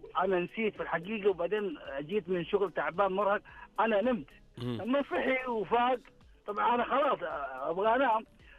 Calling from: Mecca, Makkah Province, Saudi Arabia; والله انا من مكه

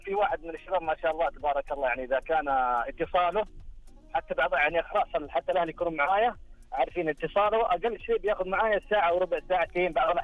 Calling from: Mecca, Makkah Province, Saudi Arabia

